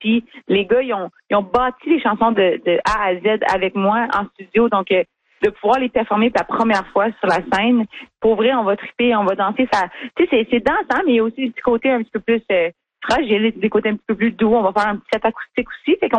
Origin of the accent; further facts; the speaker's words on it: Casselman, Ontario, Canada; Parce que, tu sais, je viens de Castleman en Ontario.